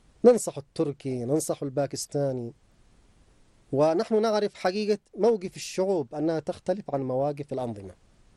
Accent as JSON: {"language": "Arabic", "country": "Yemen", "said": "نحن كشعب يمني من حقنا أن ننعم بالحرية والاستقلال"}